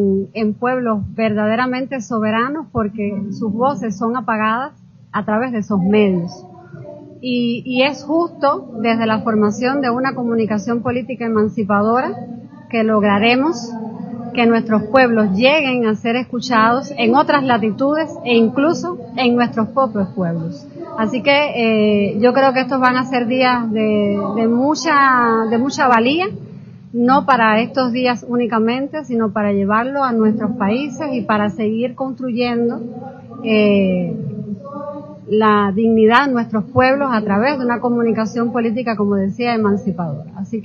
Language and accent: Spanish; Cuba; los que venimos de Cuba